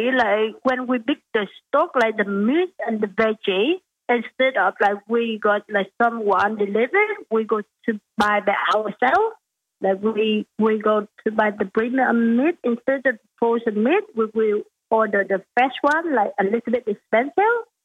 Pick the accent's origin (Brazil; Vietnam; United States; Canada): Vietnam; English is a second language; moved away as an adult; now in Australia; Yeah, I'm from Vietnam, so I've been here 2011 with overseas students, and I'm studying accounting, the master degree in Griffith University